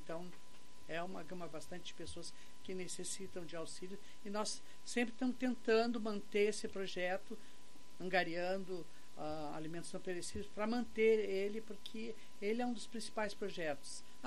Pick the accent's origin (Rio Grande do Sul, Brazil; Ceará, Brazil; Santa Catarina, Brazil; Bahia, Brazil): Rio Grande do Sul, Brazil; Pelotas; born there; eu sou pelotense de nascença, passei alguns anos viajando quase todo o país, mas foi idas e voltas, momentos e oriunda de periferia.